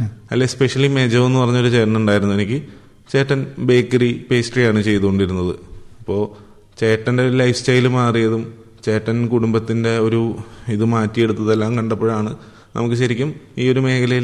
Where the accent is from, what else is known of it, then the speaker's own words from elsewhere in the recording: Ernakulam, Kerala, India; ഞാൻ എറണാകുളം സ്വദേശിയാണ്.